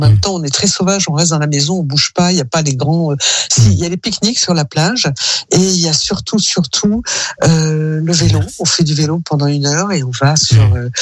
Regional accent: France; Pour moi, je suis française aussi, mais je veux dire, cette espèce de fantasme comme ça

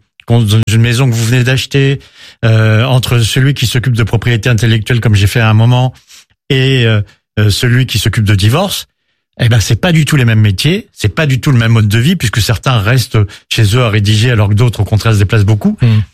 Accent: Versailles, Île-de-France, France; born or raised there; also born or lived in Paris

